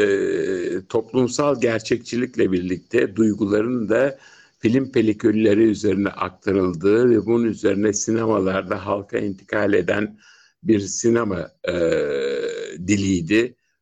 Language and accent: Turkish; Karşıyaka, İzmir, Turkey; Şöyle ben Karşıyaka'lıyım.